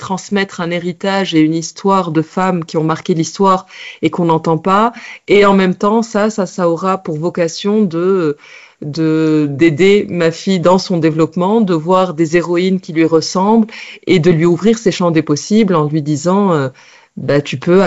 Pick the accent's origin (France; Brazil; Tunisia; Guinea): Tunisia; moi, je suis née en Tunisie et j'ai grandi en Tunisie